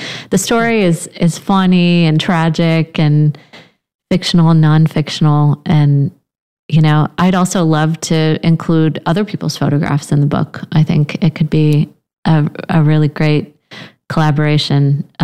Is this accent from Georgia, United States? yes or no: no; Houston, Texas, United States; moved away as an adult; also born or lived in New Orleans / New York; now in Charleston, United States; I'm from Houston, Texas, born and raised, and then I studied in New Orleans. I lived in New York for 10 years in New Haven.